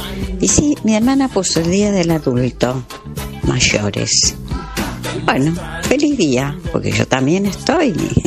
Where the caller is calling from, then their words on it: Lomas de Zamora, Buenos Aires Province, Argentina; de Loma de Zamora.